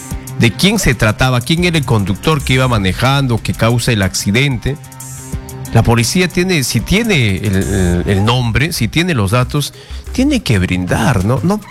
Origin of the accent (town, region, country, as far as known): Peru